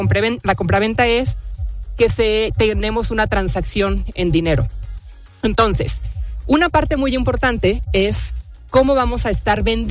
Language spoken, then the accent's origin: Spanish; Mexico; Yo, sí es cierto, yo soy mexicano, yo echo la mano